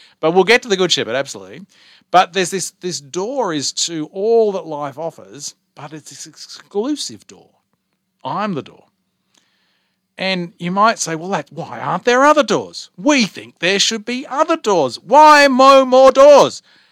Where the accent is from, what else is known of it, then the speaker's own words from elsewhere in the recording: Wembley, London, United Kingdom; I do. I was born in England. I grew up in Wembley.